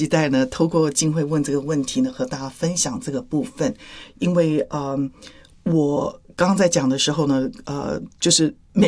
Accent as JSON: {"language": "Chinese", "country": "Taiwan", "moved": "yes", "said": "因为我们台湾学普通话中文呢需要当我在念那个学注音符号的时候"}